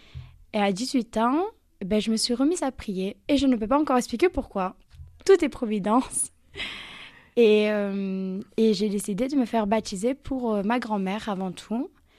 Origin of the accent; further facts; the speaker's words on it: Marseille, Provence-Alpes-Côte d'Azur, France; Et moi, j'habitais à Marseille, je suis marseillaise.